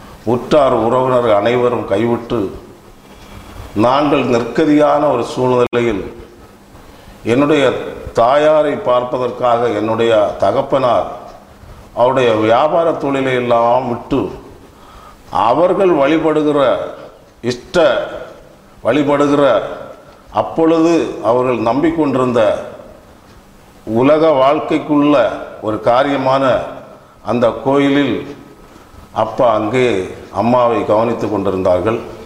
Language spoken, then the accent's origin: Tamil; Keezhvalam, Tamil Nadu, India; எனது சொந்த ஊர் கன்னியாகுமரி மாவட்டம் கீழ்வளம் குக்கிராமம்.